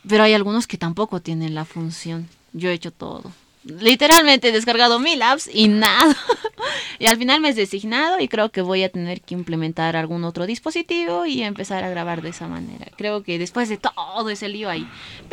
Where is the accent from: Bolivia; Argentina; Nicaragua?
Bolivia; como yayagüeños, como bolivianos.